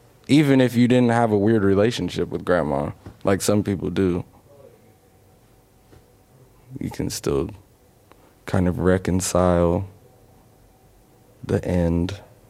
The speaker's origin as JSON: {"language": "English", "country": "South Africa", "said": "And I'm South African. I was born in 94."}